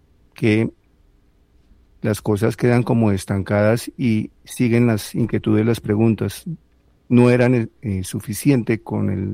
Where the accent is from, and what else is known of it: Bogotá, Bogotá D.C., Colombia